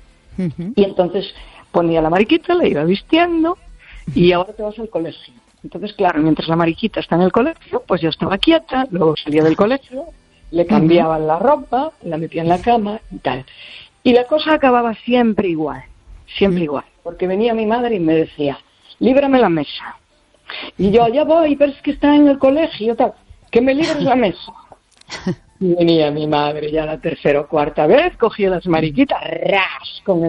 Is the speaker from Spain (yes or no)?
yes; Galicia, Spain; del Barbanza.